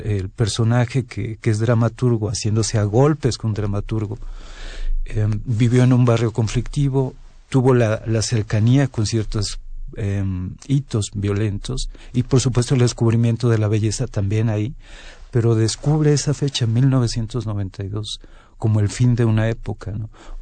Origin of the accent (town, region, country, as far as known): Acapulco, Guerrero, Mexico